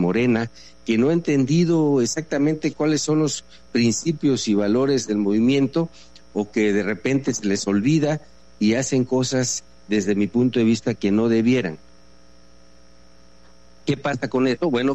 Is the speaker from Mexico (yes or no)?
yes; Palizada, Campeche, Mexico; de mi pueblo, la carretera famosa que tú seguramente sabes, una demanda añeja de los paliceños